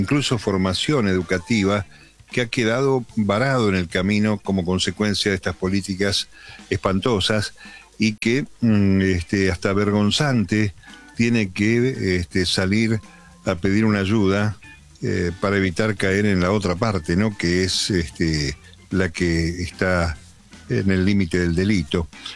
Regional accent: Argentina; Digo nosotros como argentinos

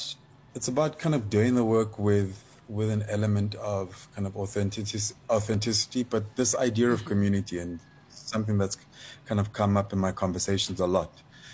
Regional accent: Lesotho; growing up in Lesotho in a particular time, it was interesting because South Africa was very blocked off, but Lesotho was very kind of, our influences were global.

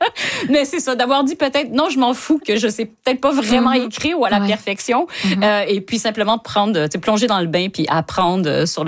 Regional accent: Ontario, Canada; en ayant grandi en tant que franco-ontarienne

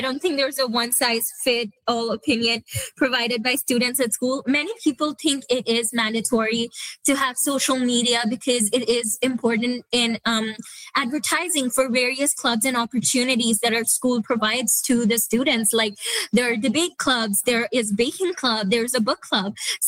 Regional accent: Saskatoon, Saskatchewan, Canada; because I'm from Saskatoon, so I come from a large public school from a city.

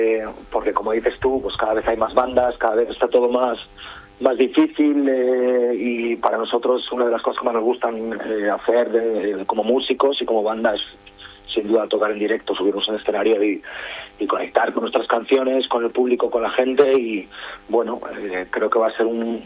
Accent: Asturias, Spain; al final somos asturianos y los sitios así nos encantan

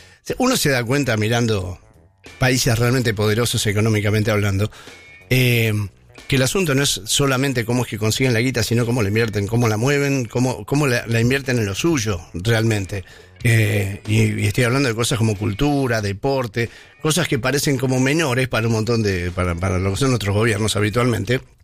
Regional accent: Argentina; Sí, no, como argentinos que somos, no debemos menos que hacernos una escapadita hasta Ámsterdam

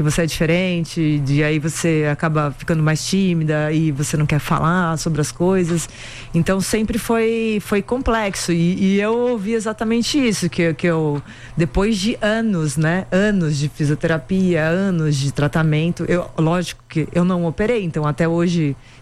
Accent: Santos, São Paulo, Brazil; now in São Paulo, Brazil

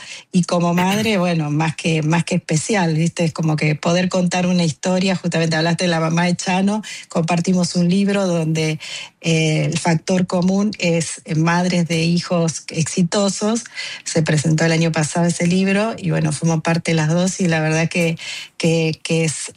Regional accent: interior, Argentina; now in Buenos Aires, Argentina; venimos del interior y siempre es doble el esfuerzo

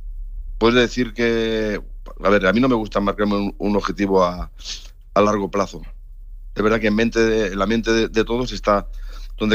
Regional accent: Valencian Community, Spain; Y el Valencia, bueno, pues como valenciano, pues también es verdad que lo sigo, siempre lo he respetado mucho

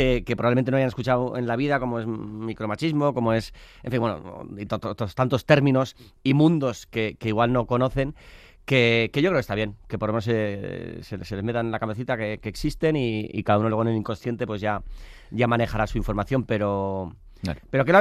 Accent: San Sebastián, Basque Country, Spain

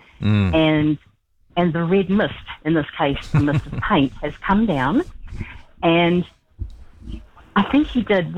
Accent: Auckland, New Zealand; I'm from Auckland, and I know that many the time boy racers or local lads have decided to have a go on a nearby roundabout

